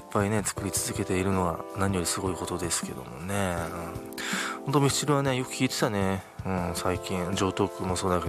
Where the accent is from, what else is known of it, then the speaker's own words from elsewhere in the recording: Saitama, Japan; 生まれも育ちも埼玉県の僕が実際に行ったお店や場所、そしてこれから行ってみたいところなど